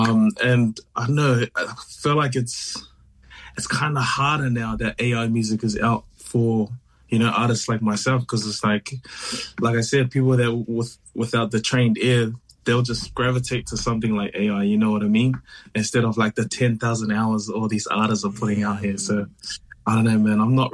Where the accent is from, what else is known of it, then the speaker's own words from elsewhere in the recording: Taranaki, New Zealand; now in Melbourne, Australia; I was born and raised in Aotearoa, though, but been here for a little bit.